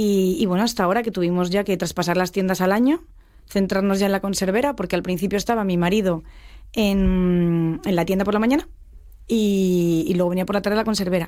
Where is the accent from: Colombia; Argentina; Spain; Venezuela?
Spain; Madrid, Community of Madrid; now in Lastres, Spain; Y eso que yo soy de Carabanchel, pero una zona muy tranquila.